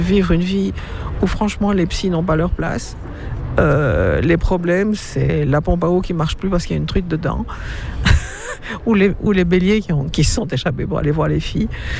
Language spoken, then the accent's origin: French; Belgium; Alors voilà, je suis une Belge de l'extérieur. Ma mère était déjà une globe-trotteur pour un métier tout à fait différent du mien.